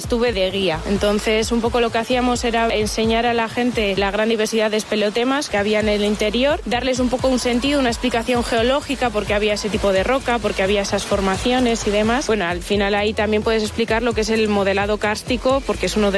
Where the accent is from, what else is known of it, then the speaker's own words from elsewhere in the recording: Aguilar de Campoo, Castile and León, Spain; also born or lived in Salamanca; Yo soy de aquí, de Aguilar de Campo, soy palentina. Al final, al estar en una zona rural